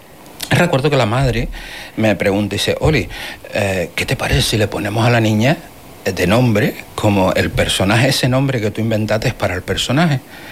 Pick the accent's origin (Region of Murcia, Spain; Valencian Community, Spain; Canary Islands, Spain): Canary Islands, Spain; yo que soy canario